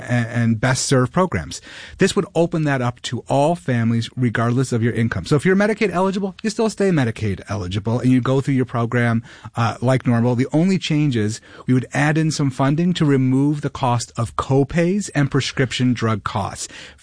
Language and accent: English; Rochester, New York, United States; Well, listen, I was raised in Rochester, grew up here in the city, single mom who raised me and put me through the Rochester City School District